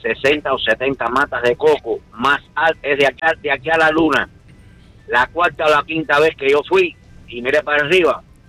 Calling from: Hialeah, Florida, United States

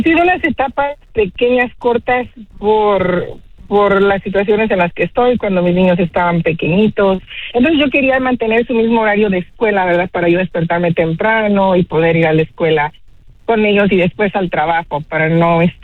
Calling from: Austin, Texas, United States; Hablo de Austin.

